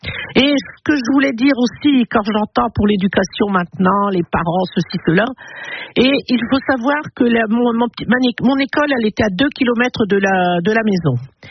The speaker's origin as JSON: {"language": "French", "town": "Catenières", "region": "Hauts-de-France", "country": "France", "tie": "born or raised there", "also_born_or_lived": "Denain"}